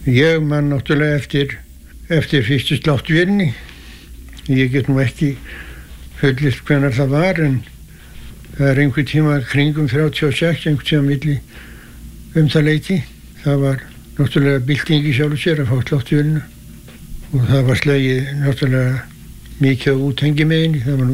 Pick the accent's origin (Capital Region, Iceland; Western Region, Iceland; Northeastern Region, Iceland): Northeastern Region, Iceland; Arnarvatn; Ég var fæddur 1923 á Arnarvatni Mývatnssveit og ólst þar upp til fullorðins ára.